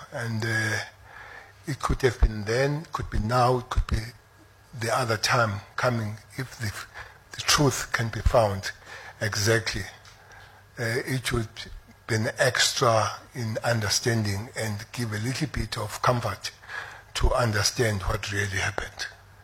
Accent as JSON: {"language": "English", "town": "Lamontville", "region": "KwaZulu-Natal", "country": "South Africa", "tie": "born or raised there", "said": "I remember that about three houses from my house where I grew up in Lamontville, Mhlanga Road"}